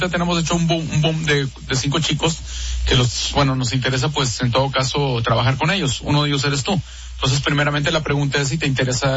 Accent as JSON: {"language": "Spanish", "region": "San Luis Potosí", "country": "Mexico", "said": "Yo soy de San Luis Potosí."}